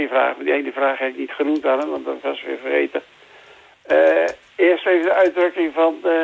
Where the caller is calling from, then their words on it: Wolfheze, Gelderland, Netherlands; uit Wolfezen, de Parel van de Veluwe.